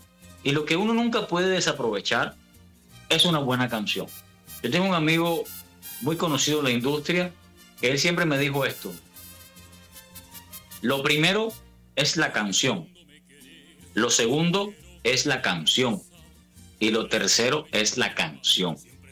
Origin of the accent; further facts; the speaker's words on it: Cuba; Cuando estoy vestido así … el cubano